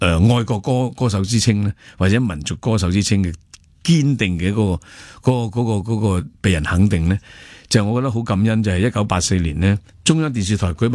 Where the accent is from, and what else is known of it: Hong Kong